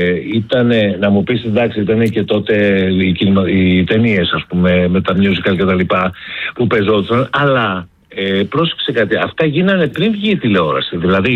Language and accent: Greek; Greece; είμαστε πολύ περήφανοι ως Έλληνες